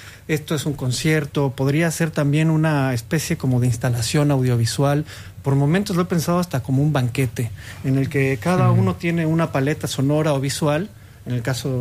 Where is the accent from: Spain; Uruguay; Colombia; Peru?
Uruguay; accent: Uruguayan; Yo lo he intentado, pero me dicen que son muy truchos y hablo como uruguayo, entonces ya mejor no lo intento.